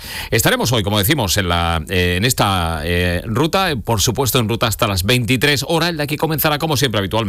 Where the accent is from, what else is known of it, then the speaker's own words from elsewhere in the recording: Andalusia, Spain; al final somos todos andaluces y estamos muy cerca